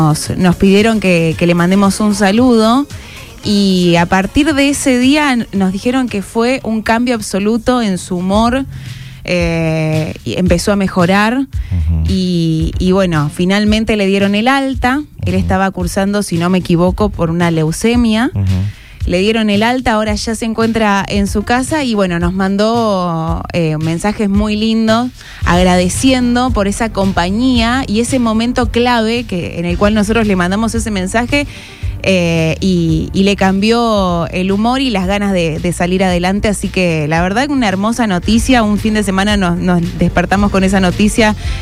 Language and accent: Spanish; Pergamino, Buenos Aires Province, Argentina; qué equipo de fútbol jugaba de la Liga de Pergamino, que es de donde soy yo